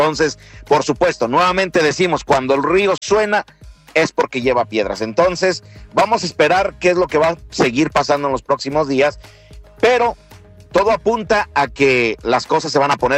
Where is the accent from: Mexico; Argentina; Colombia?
Mexico; nosotros como mexicanos queremos que todo salga de maravilla